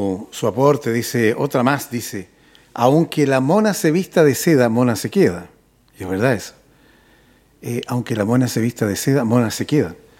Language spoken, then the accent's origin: Spanish; Chile; Nosotros hablamos con muchos modismos también, habitualmente. Así somos nosotros, los chilenos.